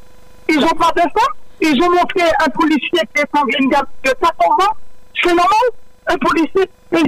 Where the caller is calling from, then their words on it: eastern France, France; Écoute, je suis dans l'est de la France.